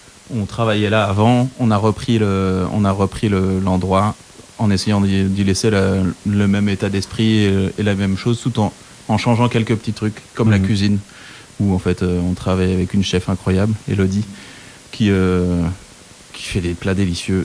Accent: Rennes, Brittany, France; C'est vrai que moi aussi je suis venu de Rennes, mais pas pour la scène ici, mais justement parce qu'on s'est dit qu'il se passait rien ici.

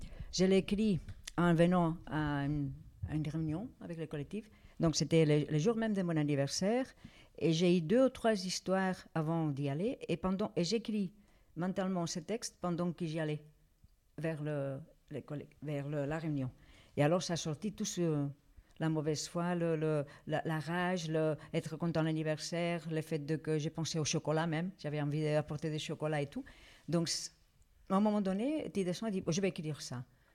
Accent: Spain; French is a second language; moved away; moi, je suis espagnole.

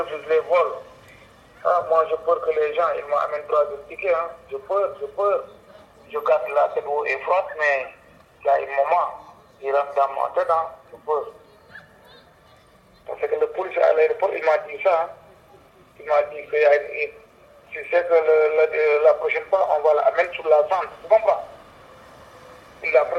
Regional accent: Senegal; moved away as an adult; now in Belgium; mon pays d'origine du Sénégal. Ouais. Ça fait 8 ans que je suis là en Belgique. Moi, je venais ici en 2015, je demande asile

